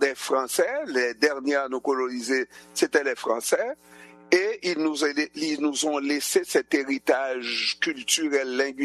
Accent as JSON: {"language": "French", "country": "Haiti", "lives_now": "Quebec, Canada", "said": "Quand on voit les Haïtiens s'exprimer en français dans cette société québécoise, malgré tout, malgré notre accent, malgré nos misères"}